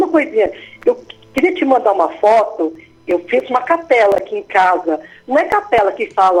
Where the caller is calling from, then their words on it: São Paulo, Brazil; Eu falo aqui de Itaquera, São Paulo.